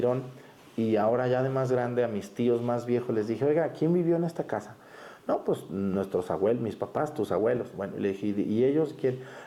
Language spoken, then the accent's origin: Spanish; Mexticacán, Jalisco, Mexico; Yo, ahí en mi pueblo, en Mestigacán, la casa de mis abuelos era parte de una hacienda muy antigua